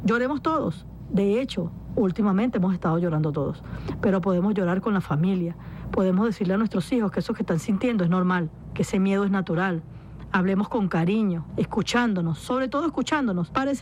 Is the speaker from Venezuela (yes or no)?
yes; Venezuela; nos hace recordar quiénes somos como venezolanos.